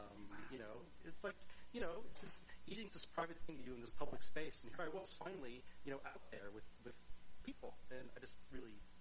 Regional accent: Charleston, West Virginia, United States; You know, I grew up in Charleston, West Virginia, and lived in the suburbs.

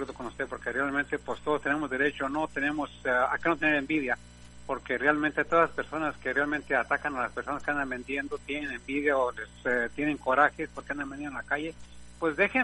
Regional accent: Jalisco, Mexico; así es que usted es de Jalisco también y yo soy de Jalisco.

